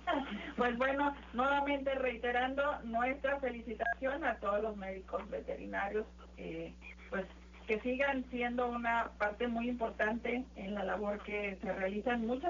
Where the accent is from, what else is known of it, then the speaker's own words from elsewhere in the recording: Mexico; a veces dejamos como buenos mexicanos todo para el último.